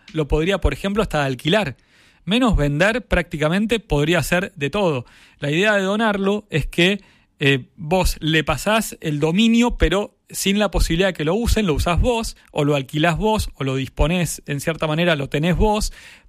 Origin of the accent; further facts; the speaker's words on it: Buenos Aires, Argentina; Iba a decir un pueblo en mi porque soy tan porteño, pero es una ciudad en la provincia de Buenos Aires.